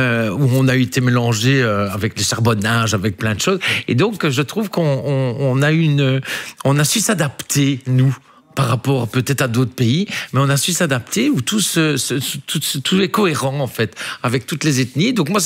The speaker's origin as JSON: {"language": "French", "country": "Belgium", "said": "Ah, moi, je suis un Belge pur souche, donc je suis fan de tout ce qu'on fait en Belgique et surtout nos artistes."}